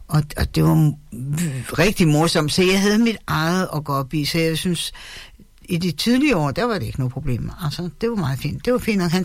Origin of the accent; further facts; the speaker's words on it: Fredericia, Region of Southern Denmark, Denmark; Jeg er jøde, ja. Jeg er fra Fredericia.